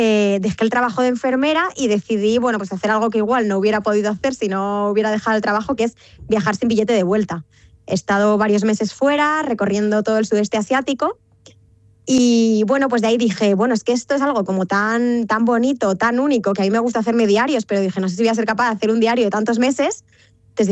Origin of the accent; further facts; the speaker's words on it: Guadalajara, Castilla-La Mancha, Spain; Sí, me he venido hoy, yo soy de Guadalajara, pero bueno, me he venido hoy a pasar aquí